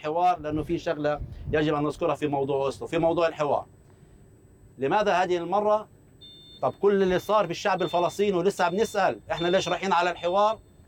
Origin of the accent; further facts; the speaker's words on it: Palestine; إنهاء وجودنا كفلسطينيين